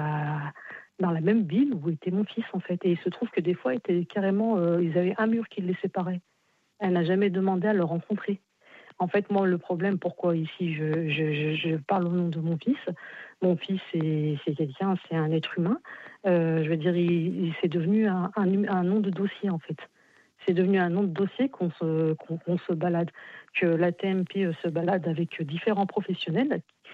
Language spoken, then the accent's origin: French; Viriat, Auvergne-Rhône-Alpes, France; Je vous appelle dans l'Ain, je suis de Viriat.